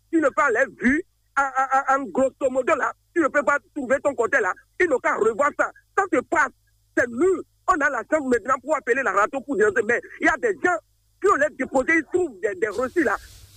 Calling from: Benin; Je vous appelle depuis Digue.

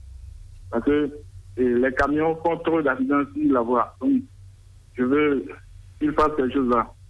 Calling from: Ouémé, Benin; Catalogne dans la commune d'Akpromisreté.

